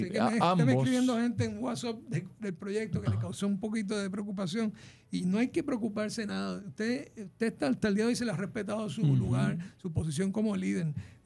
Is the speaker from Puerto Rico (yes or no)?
yes; Puerto Rico